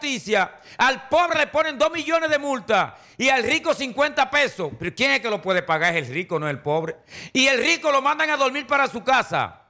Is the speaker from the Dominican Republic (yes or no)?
yes; Dominican Republic; born there; yo nací en La Loma